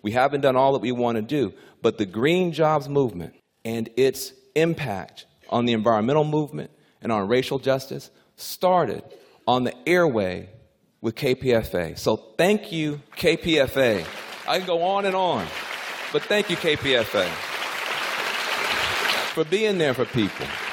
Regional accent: the South, United States; I grew up in the South. I can take it.

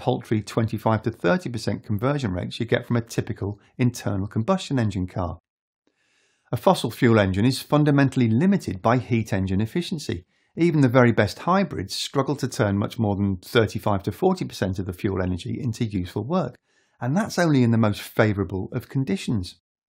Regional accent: United Kingdom; And I'm British, you know.

